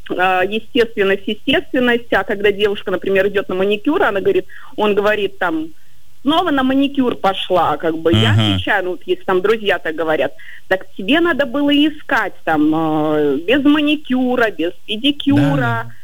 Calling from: Saint Petersburg, Russia; Алло, привет … из Санкт-Петербурга.

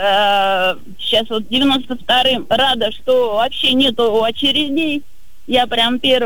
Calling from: Lipetsk, Lipetsk Oblast, Russia; Я из Липецка.

